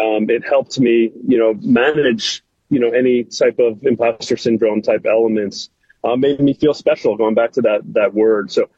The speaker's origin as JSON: {"language": "English", "town": "Baltimore", "region": "Maryland", "country": "United States", "tie": "born or raised there", "moved": "yes", "lives_now": "Philadelphia, United States", "said": "Yeah, so I live in suburban Philadelphia now, but I grew up in Baltimore."}